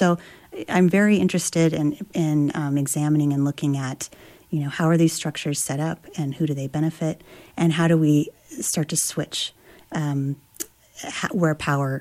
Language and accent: English; Wyoming, United States; I grew up in Wyoming where there's a very strong tradition of giving and taking